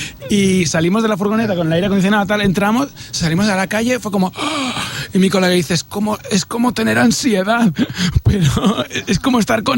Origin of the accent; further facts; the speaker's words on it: Badajoz, Extremadura, Spain; moved away; Somos así en mi tierra